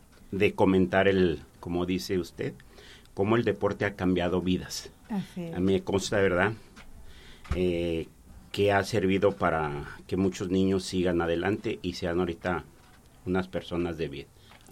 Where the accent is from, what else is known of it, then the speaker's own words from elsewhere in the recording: El Llano, Aguascalientes, Mexico; moved away as an adult; now in Poza Rica, Mexico; yo soy originario de Los Conos, el Llano, Aguascalientes, orgullosamente. Llegué aquí en el 82 al estado de Veracruz como maestro de primaria. Sí, llegué aquí a Poza Rica en el 86, anduve por Pisaflores, Santa María Pipilhuasco